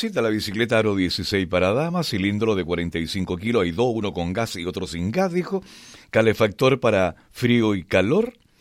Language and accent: Spanish; Rengo, O'Higgins, Chile; la historia de Rengo. Ya, la historia de mi pueblo.